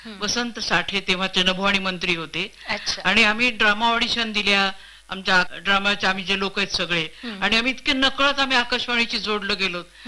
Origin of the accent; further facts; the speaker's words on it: Ambajogai, Maharashtra, India; माझं बालपण हे अंबाजोगाई या गावात गेलं आणि नंतर कॉलेजचं जीवन सुद्धा माझं तिथेच, ग्रॅज्युएशन पर्यंत मी अंबाजोगाई मध्येच होते.